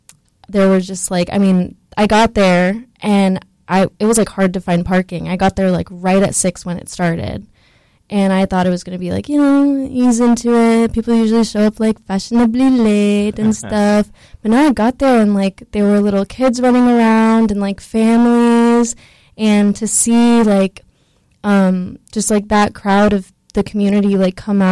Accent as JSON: {"language": "English", "town": "Orlando", "region": "Florida", "country": "United States", "tie": "born or raised there", "said": "I love Orlando. And it hasn't always been like that for me. Like, this is my hometown."}